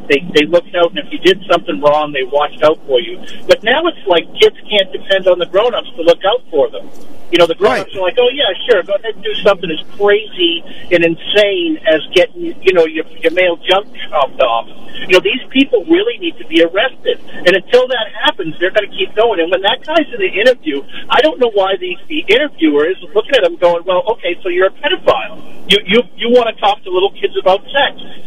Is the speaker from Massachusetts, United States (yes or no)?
yes; Massachusetts, United States; You know, growing up in Massachusetts and in an inner city project, I lived on D Street, eventually ended up in the Weymouth projects.